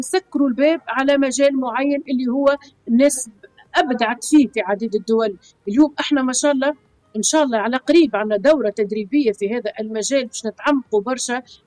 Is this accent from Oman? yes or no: no; Tunisia; نتشرفوا اللي احنا كوادر تونسية في هذه القضايا، علاش مهوش في بلادنا؟